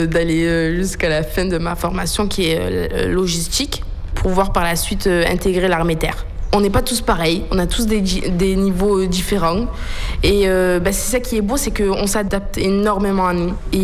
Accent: Marseille, Provence-Alpes-Côte d'Azur, France; j'ai 20 ans, je suis de Marseille.

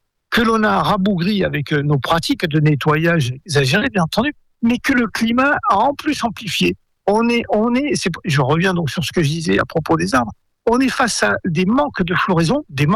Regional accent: Gascony, France; Quand j'étais enfant, en Gascogne, je ramassais le tilleul avec ma mère.

